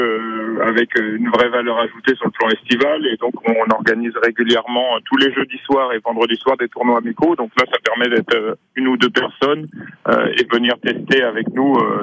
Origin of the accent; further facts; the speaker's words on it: Brittany, France; on est breton d'origine